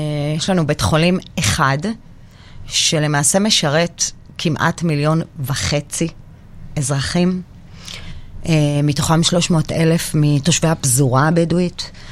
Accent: Beersheba, Southern District, Israel; אני עדיין באר שבעית, נולדתי, גדלתי, ואני עדיין באר שבעית, סופר סופר גאה

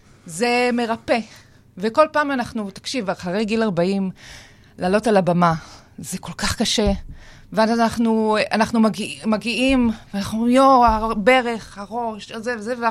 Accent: Rehovot, Central District, Israel; born there; אני נולדתי באושיות ברחובות, ליד, עם כל התימנים.

